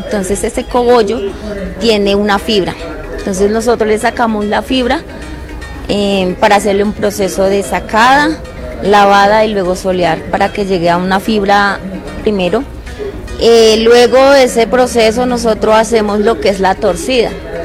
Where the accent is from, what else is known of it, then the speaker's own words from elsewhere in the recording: Nazaret, Amazonas, Colombia; vengo del Amazonas, específicamente del resguardo indígena en Nazaret.